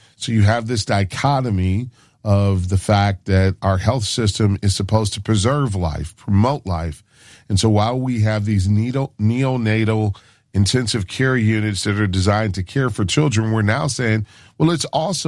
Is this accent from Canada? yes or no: no; Michigan, United States; my home state of Michigan